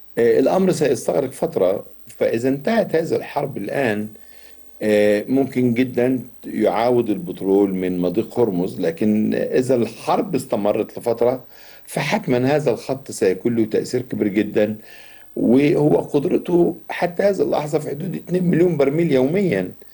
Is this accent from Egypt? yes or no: yes; Egypt; وفي خط موجود من زمان، خط سوميد موجود عندنا في السويس،